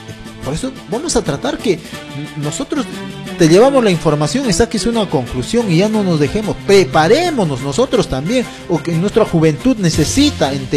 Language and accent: Spanish; Ricrán, Junín, Peru; nacido natural de Jauja, la provincia o distrito de Ricrán